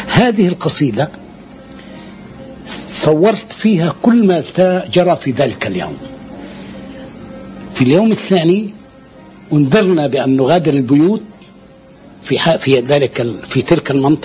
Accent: Gaza, Gaza Strip, Palestine; كنت طفلا صغيرا، وكان ذلك في 27 من رمضان عام 1936. كان هناك الإضراب الكبير، كنا مجموعة من الأطفال نلعب في ميدان بحارة الزيتون اسمه ميدان باب الدارون، حيث يقع بيتي

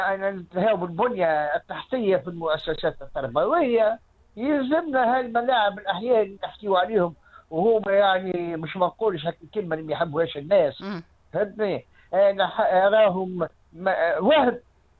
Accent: Tunisia

